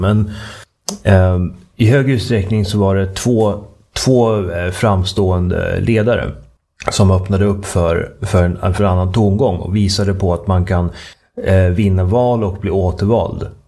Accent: Uppsala, Uppsala County, Sweden; som är född då under 80-talets första år, och jag kan inte minnas att jag ens kom i kontakt med sådana saker under min uppväxt i Uppsala.

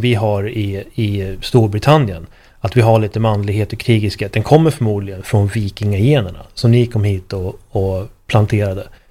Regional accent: Sweden; för jag är svensk

